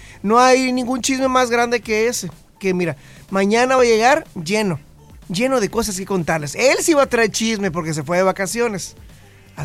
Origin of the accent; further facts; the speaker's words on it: Mexicali, Baja California, Mexico; nosotros que somos de Mexicali y del norte